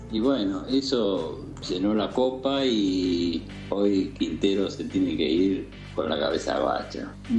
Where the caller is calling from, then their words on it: Luis Guillón, Buenos Aires Province, Argentina; de Luis Guillón.